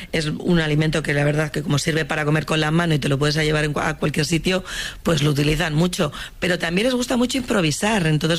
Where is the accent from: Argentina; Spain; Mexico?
Spain; Castile and León; now in Germany; Que muchas veces yo, que soy de Castilla y León, bueno, pues ves a pueblos muy pequeñitos